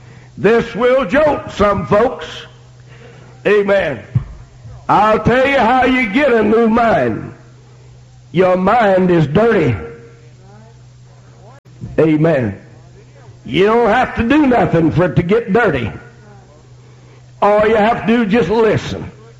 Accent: Arkansas, United States; Jonesboro, Arkansas is 100 miles from my hometown. It's over halfway between Mammoth Spring and Memphis.

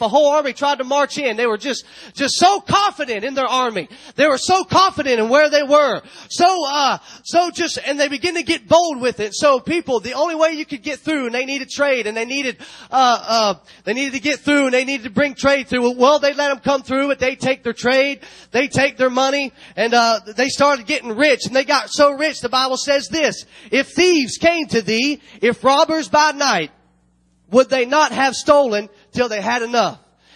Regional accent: United States; I thank God that I'm American.

